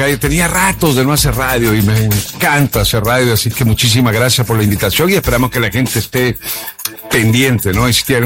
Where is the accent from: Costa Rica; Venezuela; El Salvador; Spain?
El Salvador